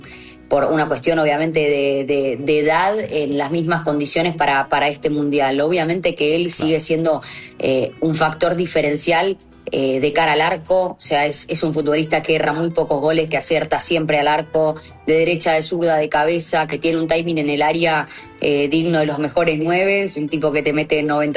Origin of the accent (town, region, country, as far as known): Argentina